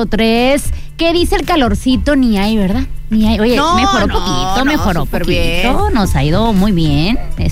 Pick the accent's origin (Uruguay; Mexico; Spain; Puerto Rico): Mexico